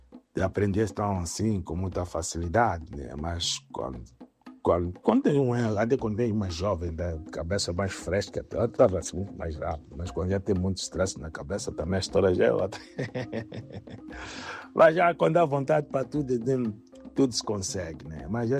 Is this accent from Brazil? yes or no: no; Mozambique; moved away; nós somos moçambicanos e aqui, onde também estou integrado nisto aqui